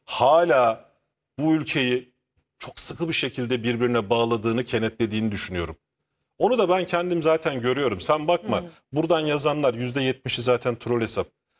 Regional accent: Ankara, Turkey; Ben bir gecekondu çocuğuyum. Ankara'da bir gecekonduda doğdum. Gecekonduda büyüdük.

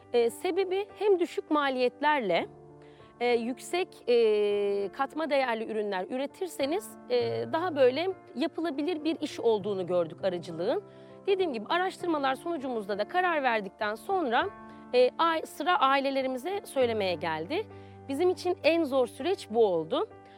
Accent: Izmir, İzmir, Turkey; moved away as an adult; Bir de ben şehirde büyüdüm. İzmir'in merkezinde büyüdüm. Köy hayatı bilmiyorum.

